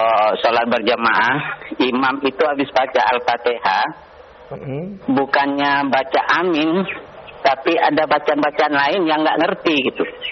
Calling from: Lampung, Indonesia; di Lampung.

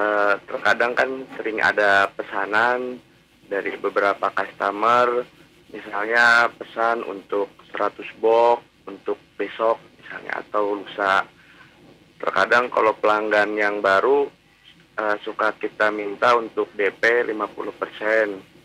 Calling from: Cikarang, West Java, Indonesia; Saya dari Cikarang, Bekasi.

